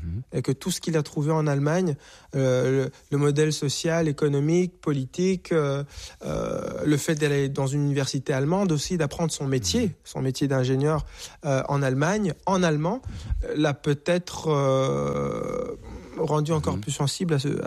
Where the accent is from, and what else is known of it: Rwanda; now in Canada